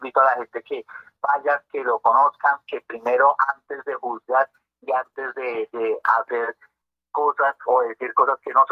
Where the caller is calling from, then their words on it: Bogotá, Bogotá D.C., Colombia; Yo llamo aquí de Bogotá, el barrio Britalia. Yo estoy aquí en Britalia, profesor.